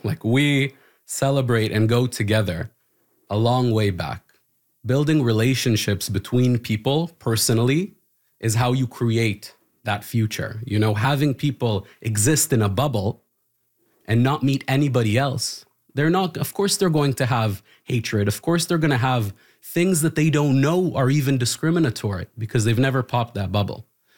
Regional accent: Nazareth, Northern District, Israel; I was born in Israel, you know, I was born in Nazareth. I grew up for the first 6 years of my life surrounded by Arabs and Jews, Christians, Muslims, Baha'i, whatever.

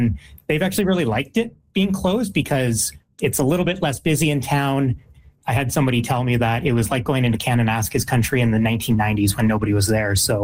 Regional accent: Ontario, Canada; moved away; I'm from Ontario

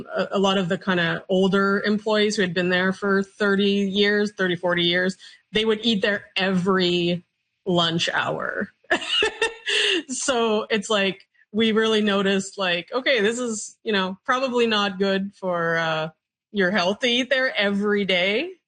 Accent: Sudbury, Ontario, Canada; moved away; Cause I'm originally from Sudbury.

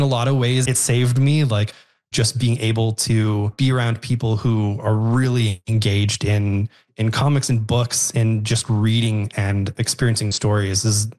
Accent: Alberta, Canada; Honestly, I grew up outside of Edmonton and came to Edmonton sort of in my mid-20s.

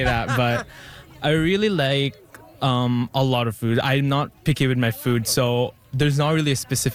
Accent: Philippines; now in Yellowknife, Canada; I'm originally from the Philippines.

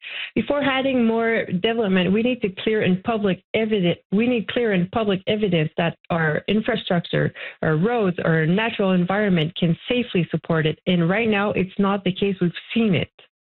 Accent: Mont-Tremblant, Quebec, Canada; I mean, I've been born and raised in Mont-Tremblant, and I feel so blessed to be born and raised there.

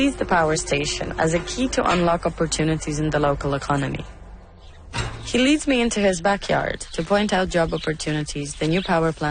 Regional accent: Poland; moved away; a decade, and I don't live in Poland anymore. But being immersed in this beauty makes me appreciate my home country even more.

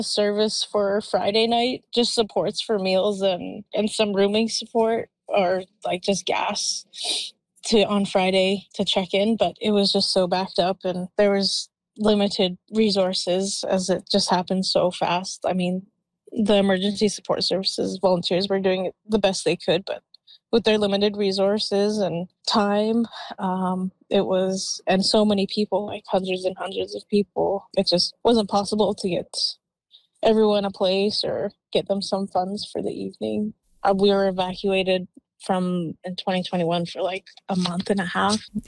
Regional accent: Penticton, British Columbia, Canada; I'm originally from Penticton, and my home community is Penticton Indian Band, and my partner's home community is Okanagan Indian Band.

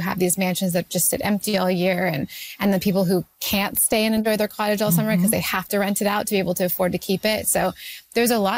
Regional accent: Canada

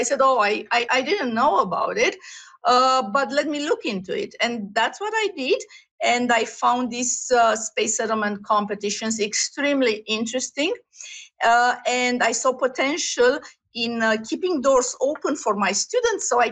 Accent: Romania; now in Toronto, Canada; I'm from Romania, came to Toronto

